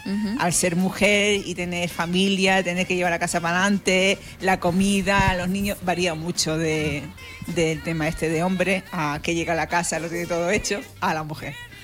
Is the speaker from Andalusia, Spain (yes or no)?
yes; San Fernando, Andalusia, Spain; moved away as an adult; Yo soy de San Fernando, Cádiz